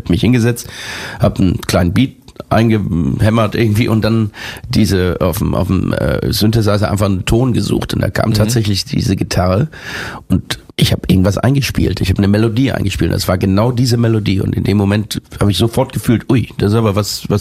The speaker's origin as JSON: {"language": "German", "country": "Germany", "said": "Wenn ich als Deutscher englische Texte schreibe"}